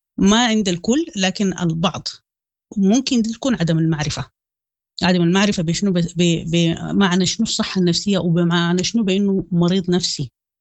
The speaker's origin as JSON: {"language": "Arabic", "country": "Sudan", "said": "نحن كسودانيين"}